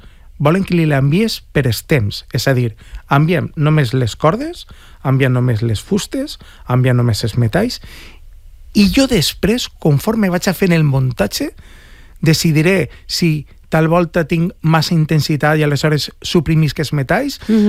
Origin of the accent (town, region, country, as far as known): Alzira, Valencian Community, Spain